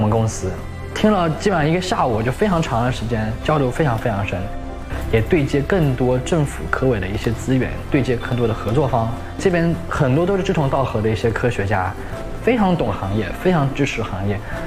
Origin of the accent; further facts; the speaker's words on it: Taipei, Taiwan; moved away as an adult; now in Beijing, China; 我是台北长大的